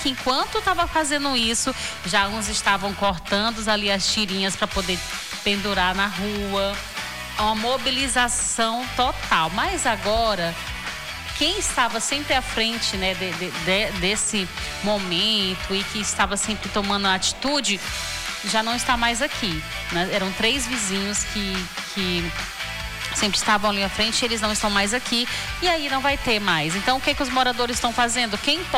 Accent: Brazil; lá na rua onde eu cresci e vivi a maior parte da minha vida, que é a rua dos meus pais, a Rua do Brilho, no Esperança

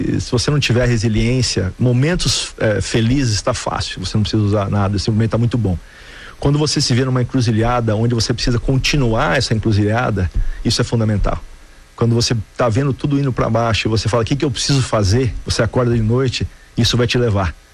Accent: Brazil; moved away

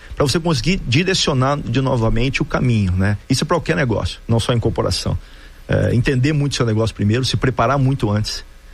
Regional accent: Brazil; moved away; queira ou não queira, eu sou um patriota, sou brasileiro, quero sempre estar no Brasil, apesar de eu estar 31 anos fora.

